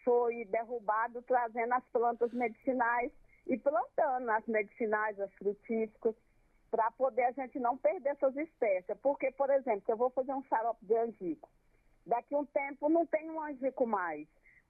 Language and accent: Portuguese; Cerrado, Brazil; a gente que somos do Cerrado, que somos povos do Cerrado